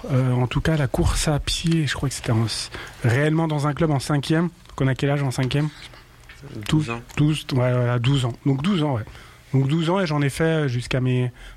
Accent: France; also born or lived in Ethiopia / La Chapelle-sur-Erdre, Loire-Atlantique; Ok, j'ai 36 ans. Donc, je suis né en 1990. Je suis né en Éthiopie, mais j'ai grandi en France depuis l'âge de mes 2 ans.

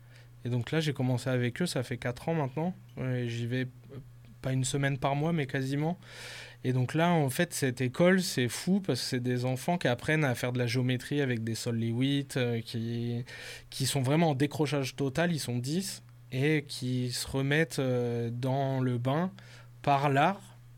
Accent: Villeneuve-sur-Lot, Nouvelle-Aquitaine, France; Moi, je viens du Lot-et-Garonne, Villeneuve-sur-Lot, et en fait après bon j'ai fait les Beaux-Arts à Toulouse

